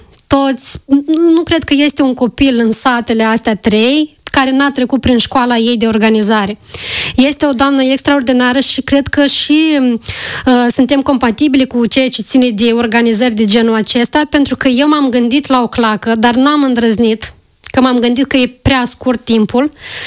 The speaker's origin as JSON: {"language": "Romanian", "town": "Coropceni", "country": "Moldova", "tie": "born or raised there", "said": "eu am crescut la Coropceni"}